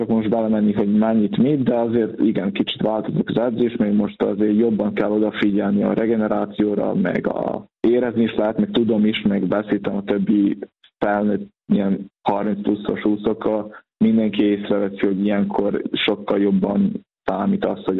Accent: Senta, Vojvodina, Serbia; now in Szeged, Hungary; Hála Istennek, Vajdaságban Zenten nőttem fel, ahol tényleg nagyon szörnyű az úszoda, hogy néz ki

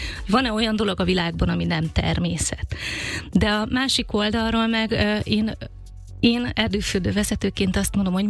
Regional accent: Great Plain, Hungary; Hú, nagyon sok felől, mi sokat költöztünk, de alapvetően azért az alföldi régióhoz, Kelet-Magyarországhoz kötöm magam.

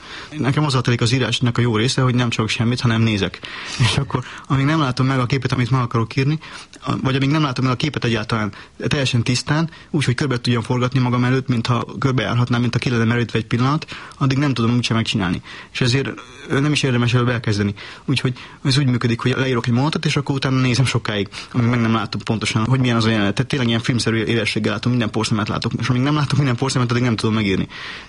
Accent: Transylvania, Romania; Ez nem igazán az az erdély, amiben én éltem, hanem egy fiktív erdély.

